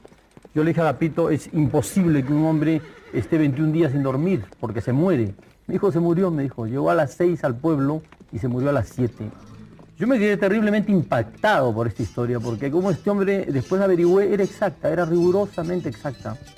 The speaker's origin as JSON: {"language": "Spanish", "country": "Peru"}